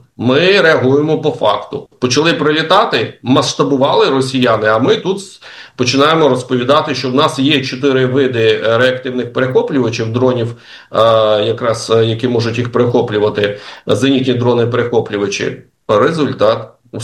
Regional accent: Odesa, Odesa Oblast, Ukraine; не тільки я, усі одесити

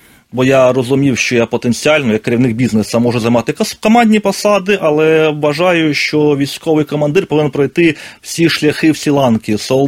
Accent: Brovary, Kyiv Oblast, Ukraine; війна для мене почалася з прильотів по моїм рідним броварам. Я сам родом з Київщини.

